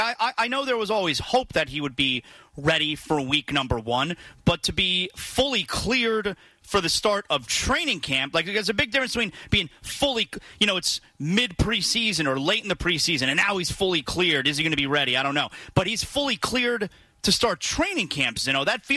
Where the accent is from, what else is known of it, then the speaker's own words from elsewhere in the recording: Miami, Florida, United States; I'm a Miami guy living in Miami